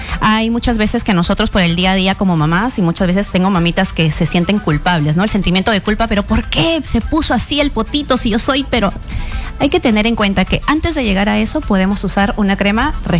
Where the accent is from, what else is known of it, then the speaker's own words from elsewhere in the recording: Chiclayo, Lambayeque, Peru; moved away; yo soy de Chiclayo.